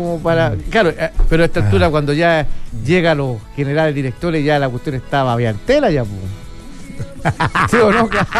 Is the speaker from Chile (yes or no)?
yes; Chile